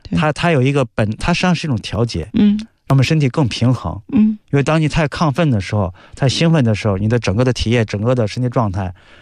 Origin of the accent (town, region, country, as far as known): China